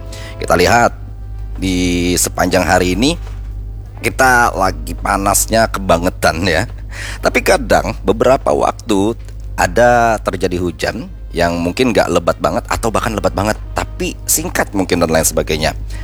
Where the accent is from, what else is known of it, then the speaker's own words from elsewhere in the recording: South Kalimantan, Indonesia; khususnya untuk kita sebagai warga Banua Kalimantan Selatan